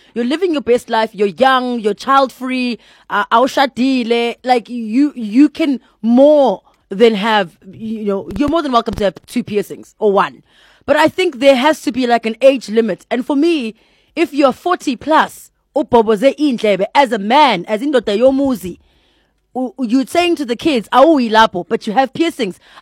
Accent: Johannesburg, Gauteng, South Africa; Sorry, I'm Zulu from Joburg

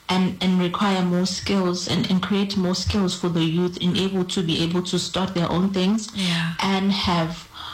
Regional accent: South Africa; as South African youth

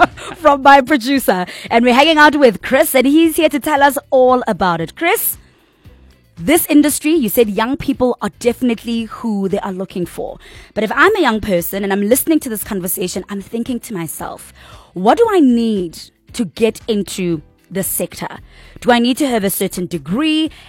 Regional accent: South Africa

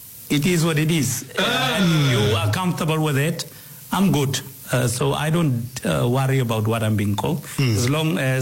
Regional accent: Upington, Northern Cape, South Africa; also born or lived in Keetmanshoop, Namibia; Yeah. I was born in Kitmans in Namibia, but my parents, because I'm a granny's child, so they moved back to SA, and I grew up with them in Upington. I didn't grow up with my mother.

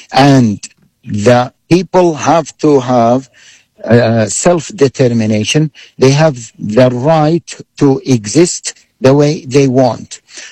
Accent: United Kingdom; I am from Britain, in Europe, and in particular countries like South Africa.

